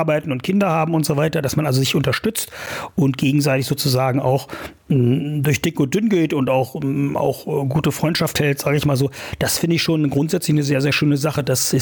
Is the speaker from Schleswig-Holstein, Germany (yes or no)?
no; Saxony-Anhalt, Germany; Ich bin ja in der Altmark geboren und groß geworden. Ich hatte eine wunderschöne Kindheit und Jugend.